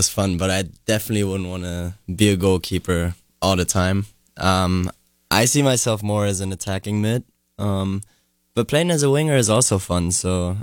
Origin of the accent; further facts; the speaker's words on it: Munich, Bavaria, Germany; moved away as an adult; now in United States; I'm from Munich, from Germany. I'm a junior here, and I just wanted to come to the U.S.